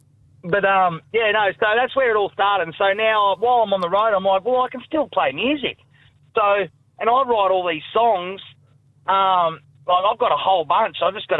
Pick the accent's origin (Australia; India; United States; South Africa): Australia; We're bloody Australian down here, mate.